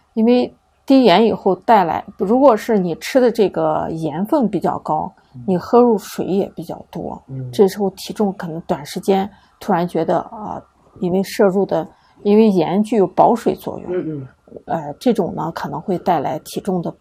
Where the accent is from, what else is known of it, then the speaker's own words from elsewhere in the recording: Xinjiang, China; 还有我们新疆人吃的馕啊